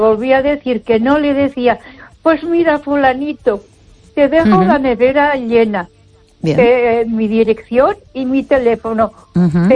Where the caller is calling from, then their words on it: Ponferrada, Castile and León, Spain; de Ponferrada.